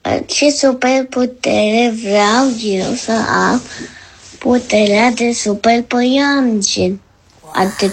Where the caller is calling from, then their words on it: Bucharest, Romania; din București. Am 7 ani